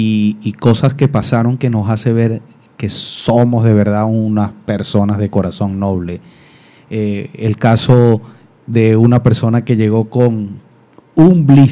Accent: Venezuela; Así somos los venezolanos

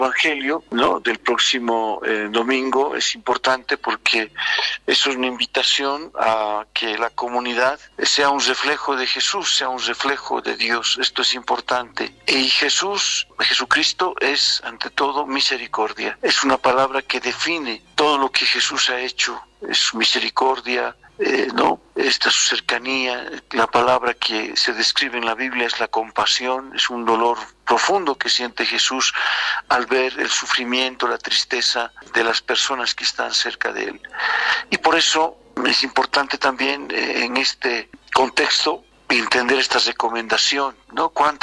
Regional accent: Potosí, Bolivia; no nos vemos como bolivianos, no nos vemos como potosinos

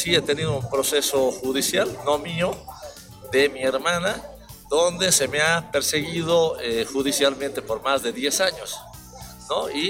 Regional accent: Tarija, Bolivia; Yo soy ministro, yo soy de Tarija

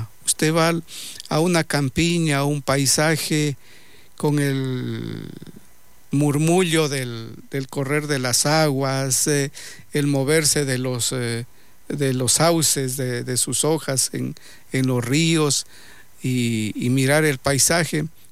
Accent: Loja, Ecuador; moved away; a mi tierra natal, a mi Loja

